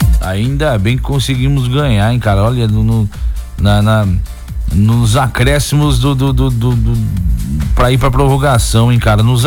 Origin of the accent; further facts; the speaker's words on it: Brazil; Somos brasileiros